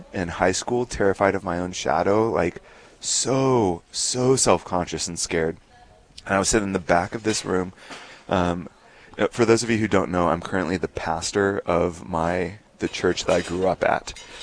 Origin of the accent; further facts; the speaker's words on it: Texas, United States; So I grew up in Texas, and my family was not religious at that period of time. We went to church just because that's what good people in Texas did.